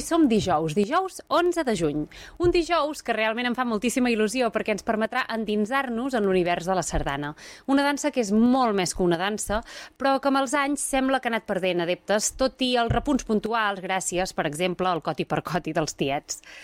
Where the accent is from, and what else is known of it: Catalonia, Spain